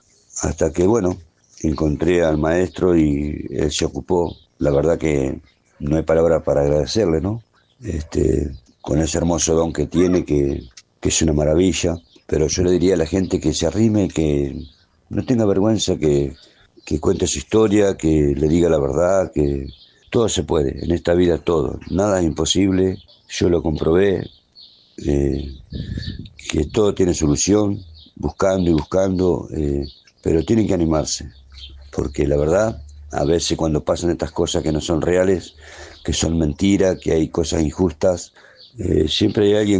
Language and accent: Spanish; General Belgrano, Buenos Aires Province, Argentina